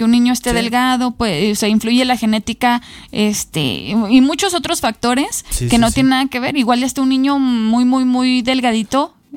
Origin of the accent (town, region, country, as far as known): Mexico